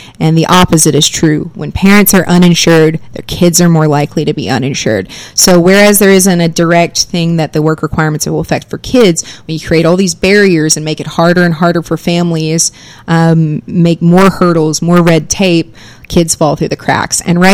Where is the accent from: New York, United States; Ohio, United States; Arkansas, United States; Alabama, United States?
Arkansas, United States; Camden; So, for example, the hospital in my hometown of Camden, Arkansas, just filed for bankruptcy.